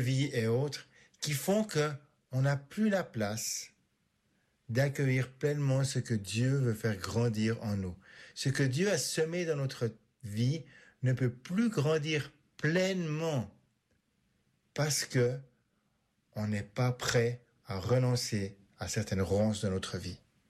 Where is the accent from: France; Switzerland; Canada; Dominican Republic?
Switzerland; moved away; J'ai commencé mon ministère en Suisse, parce que je viens de Suisse